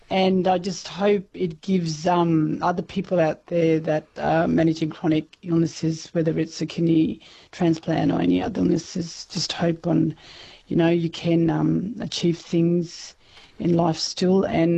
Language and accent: English; Elliott, Northern Territory, Australia; also born or lived in Alice Springs; Well, I was born in Alice, but I'm actually a Jinglee Warramungu woman. I'm from Elliot, a town called Elliot, near Tennant Creek. But as a child, I grew up on Bidley Station, which my family once owned. It was a cattle station.